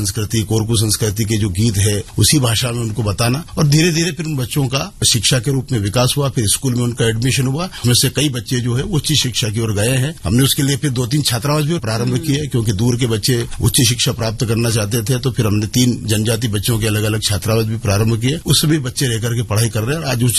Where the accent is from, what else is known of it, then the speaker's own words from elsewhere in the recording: a small village in Rajgarh district, Madhya Pradesh, India; born there; now in Betul district, India; मैं एक ग्रामीण क्षेत्र का निवासी हूँ। मेरे जन्म जो है वो राजगढ़ जिले के छोटे से गांव में हुआ है